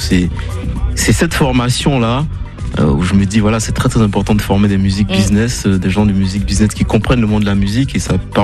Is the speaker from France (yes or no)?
no; Benin; l'alien. Je suis originaire du Bénin, je fais de l'Afro Future Vibes.